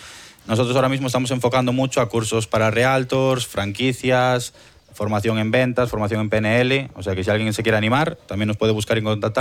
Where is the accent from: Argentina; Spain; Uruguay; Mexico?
Spain; Galicia; hoy estamos aquí en Roes, que es de hecho de donde soy yo, del mismo ayuntamiento.